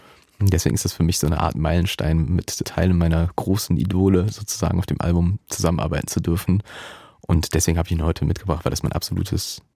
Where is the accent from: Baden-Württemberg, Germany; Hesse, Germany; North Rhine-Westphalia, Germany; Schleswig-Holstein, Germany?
North Rhine-Westphalia, Germany; Ich bin sehr, sehr verwurzelt in Düren, beziehungsweise in meinem Heimatdorf.